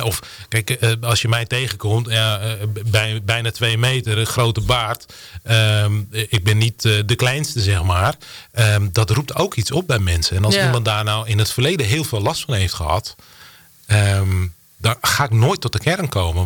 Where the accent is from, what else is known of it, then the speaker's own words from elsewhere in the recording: Netherlands; We zijn Nederlanders